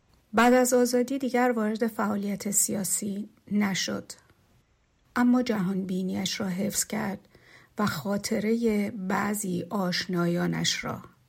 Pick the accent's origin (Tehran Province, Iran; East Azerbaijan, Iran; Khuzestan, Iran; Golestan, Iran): Golestan, Iran; Gorgan; در گرگان به دنیا آمدم. شهری که نه از دل انتخاب بلکه به واسطه انتقال کاری پدرم در آن ساکن شدیم. شهری دوست داشتنی با طبیعتی سبز و آسمانی اغلب ابری که نخستین تصویرهای کودکیم را شکل داد.